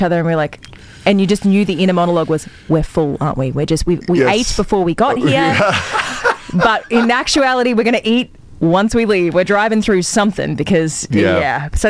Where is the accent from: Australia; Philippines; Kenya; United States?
Australia; And we're Australian. Like, we rarely eat indoors.